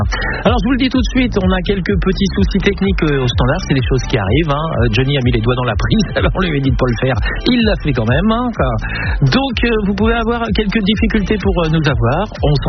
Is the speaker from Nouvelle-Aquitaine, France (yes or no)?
no; Normandy, France; Ah, moi, je mets du beurre, excusez-moi, mais je suis normand, quoi.